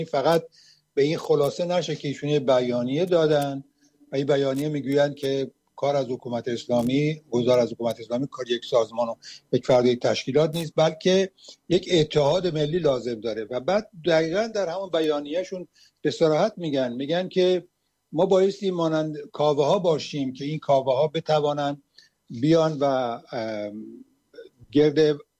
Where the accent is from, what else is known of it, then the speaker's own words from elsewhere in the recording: Iran; ما یک ملت هستیم از زمان انقلاب مشروطه ایران